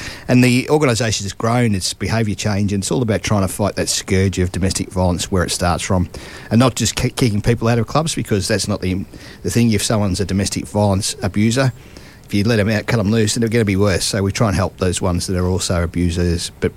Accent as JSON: {"language": "English", "country": "Australia", "accent": "Aussie", "said": "I went around with my winning smile and my Aussie accent."}